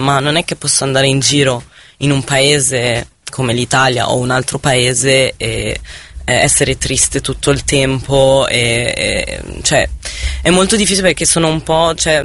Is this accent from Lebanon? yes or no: yes; Lebanon; now in Italy